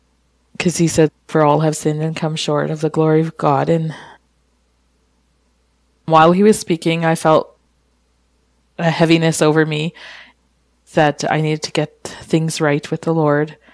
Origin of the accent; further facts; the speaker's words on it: Kikino, Alberta, Canada; I grew up here in Kikino with my parents and two brothers and three sisters.